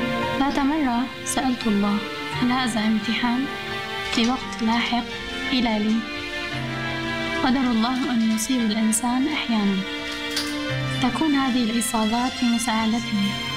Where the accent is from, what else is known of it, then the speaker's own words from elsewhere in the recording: Syria; now in Turkey; أنا بنت سوريا. وأنا أيضا بنت تسوجي في تركيا.